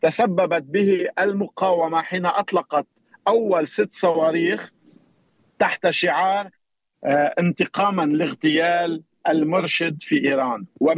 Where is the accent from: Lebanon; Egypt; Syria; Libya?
Lebanon; لا أستطيع كلبناني